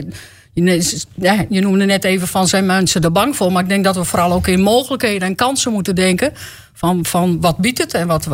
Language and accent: Dutch; Netherlands; moved away as an adult; now in Marknesse, Netherlands; Want ik kom uit Lubbelgeest. Maar toen ik 21 was getrouwd en ben ik in Mark Nessen terechtgekomen. En daar altijd gesport, gewerkt.